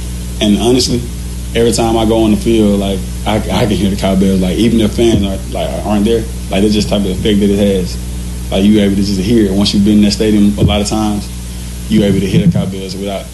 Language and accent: English; Mississippi, United States; Like, for me, it's different because I'm from Mississippi.